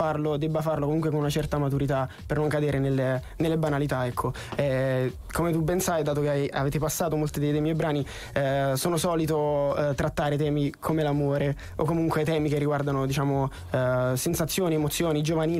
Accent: Molise, Italy

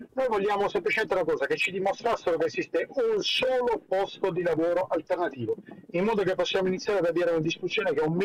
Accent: Taranto, Apulia, Italy; Io raccolgo questa eredità con grande orgoglio da tarantino

